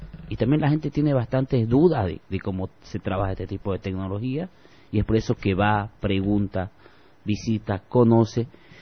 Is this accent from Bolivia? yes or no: yes; Pando, Bolivia; moved away; yo soy de Pando y se los mando hasta Pando a mi madre